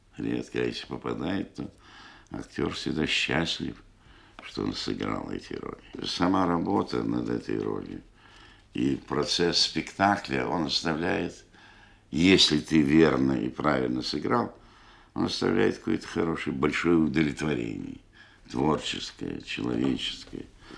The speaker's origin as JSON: {"language": "Russian", "region": "Saint Petersburg", "country": "Russia", "tie": "born or raised there", "said": "Я родился в Петербурге, учился в Петрограде, а получил профессию актера в Ленинграде."}